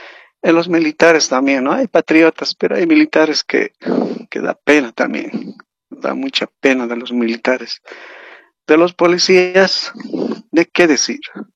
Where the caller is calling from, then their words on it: Cochabamba, Bolivia; Ya, hablo de Cochabamba.